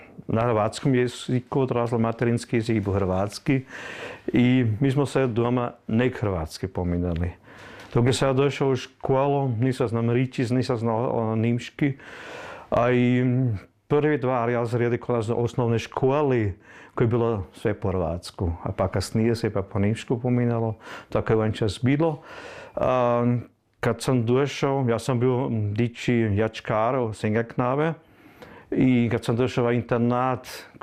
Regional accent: Burgenland, Austria; accent: Burgenland Croatian; first language Burgenland Croatian; Kako dugo ćemo mi još govoriti hrvatski kod nas u Gradišću.

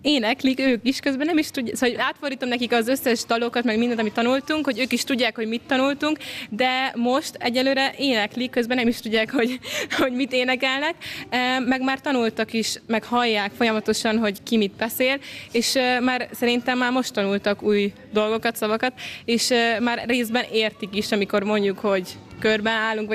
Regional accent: Vienna, Austria; Én például itt születtem, és én ebbe beleszülettem

